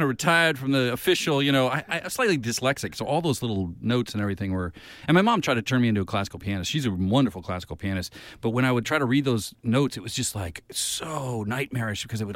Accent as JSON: {"language": "English", "region": "Hawaii", "country": "United States", "tie": "born or raised there", "said": "I grew up in Hawaii."}